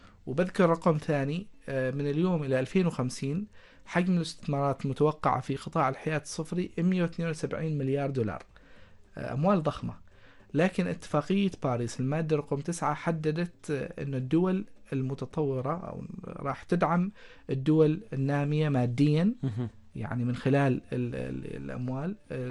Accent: Oman; عندنا في سلطنة عمان

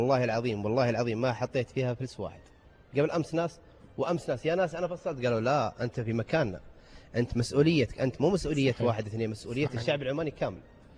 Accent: Saudi Arabia; أنت سعودي؟ قلت سعودي.

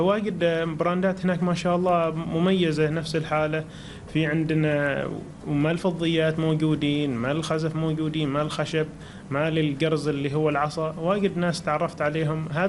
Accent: Oman; احنا كعمانيين

